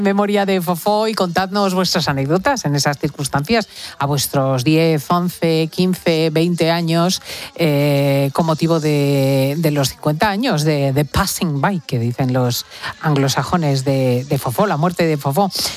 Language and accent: Spanish; Madrid, Community of Madrid, Spain; casi todos los colegios pasaron, por lo menos los de Madrid, pasamos por el circo de Radio Televisión Española